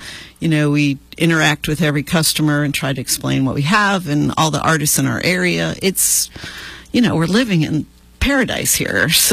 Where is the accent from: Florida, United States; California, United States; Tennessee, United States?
Florida, United States; moved away as an adult; now in Hendersonville, United States; Most of my life I spent in Florida. We were children when we moved to Florida. So that was 1966.